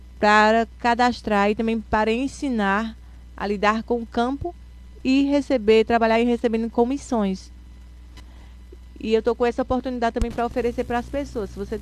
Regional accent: Toritama, Pernambuco, Brazil; Eu sou natural da cidade de Toritama, com muito orgulho.

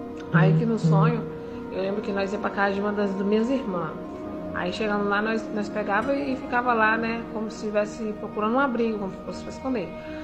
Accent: Brumado, Bahia, Brazil; sou da cidade de Brumado, Bahia.

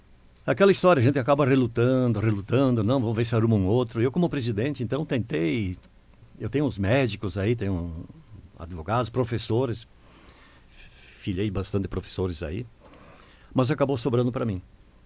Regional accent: Rio Grande do Sul, Brazil; moved away as an adult; now in Toledo, Brazil; Eu sou natural do Rio Grande do Sul, né? Filho de pequeno agricultor.

